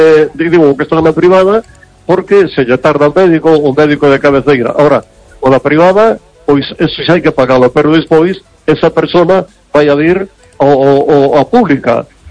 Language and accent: Spanish; Vigo, Galicia, Spain; Hola, buenas noches.